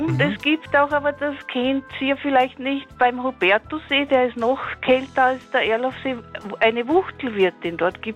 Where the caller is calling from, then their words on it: Styria, Austria; ich wohne in einer eher kalten Gegend da, im Mariazellerland.